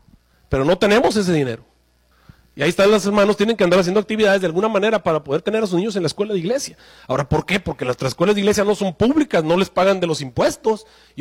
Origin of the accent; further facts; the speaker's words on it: Mexico; now in United States; Yo crecí en México.